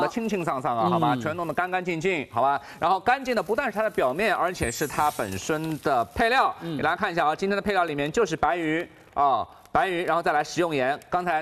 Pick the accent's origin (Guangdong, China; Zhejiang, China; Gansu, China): Zhejiang, China; Huzhou; 我老家是浙江湖州的，所以从小就吃这样的一个新鲜的太湖三白。